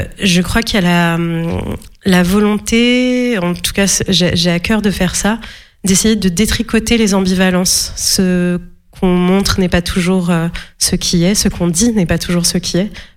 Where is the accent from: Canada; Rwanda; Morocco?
Morocco; moved away as an adult; now in France; Moi, j'ai grandi au Maroc, donc j'ai aussi raconté le monde qui était le mien jusqu'à mes 18 ans quand je me suis installée en France.